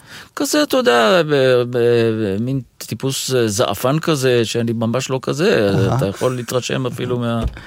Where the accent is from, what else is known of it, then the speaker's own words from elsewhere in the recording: Kiryat Ata, Haifa District, Israel; moved away; אני באתי מהקריות, ליתר דיוק מקריית אתא, הקריה, כן, ופתאום באתי לתל אביב